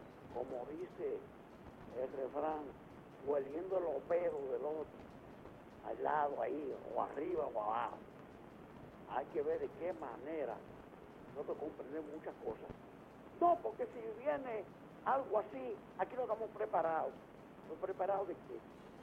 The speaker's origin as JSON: {"language": "Spanish", "country": "Dominican Republic", "said": "Aquí nosotros, como dominicanos, al fin que somos"}